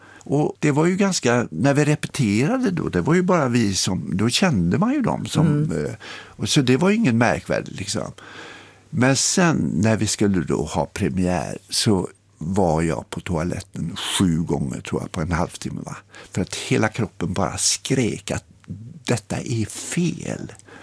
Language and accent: Swedish; Gothenburg, Västra Götaland County, Sweden; jag är ju från Göteborg och det var ju mina föräldrar också